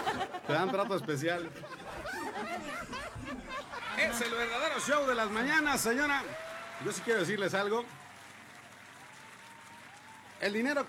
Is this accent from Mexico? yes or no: yes; Mexico; todos los mexicanos que trabajamos